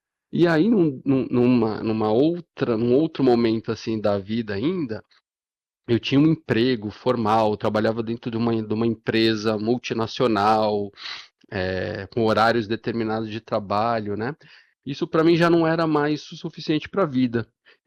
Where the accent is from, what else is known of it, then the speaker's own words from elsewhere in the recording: São Paulo, Brazil; Venho de uma família muito pobre, né, daqui de São Paulo